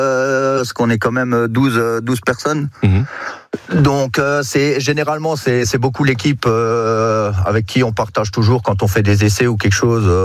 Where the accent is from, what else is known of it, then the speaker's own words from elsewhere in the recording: Grand Est, France; On est alsacien